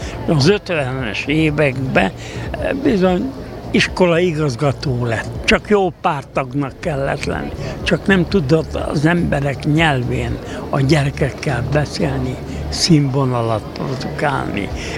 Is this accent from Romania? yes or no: no; Hungary; Én ebbe a hazába születtem, ebbe a hazába nőttem fel. A cigány embernek a társa a magyar ember.